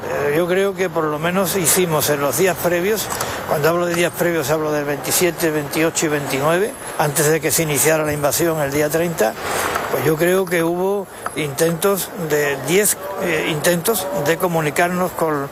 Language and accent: Spanish; Ceuta, Spain; Lo digo como ceutí y lo digo como español.